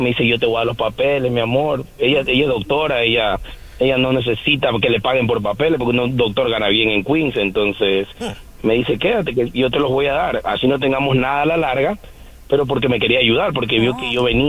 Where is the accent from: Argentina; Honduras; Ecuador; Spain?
Ecuador; Coast; Mi esposa es dominicana, ¿verdad? Yo soy ecuatoriano. Nosotros nos conocimos acá, yo tengo 20 años viniendo con visa de turista